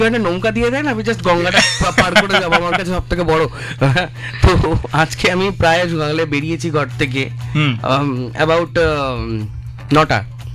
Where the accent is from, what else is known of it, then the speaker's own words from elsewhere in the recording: Andul, West Bengal, India; আমার বাড়ি আন্দুল, আন্দুল থেকে আমি বেহালায় যেতাম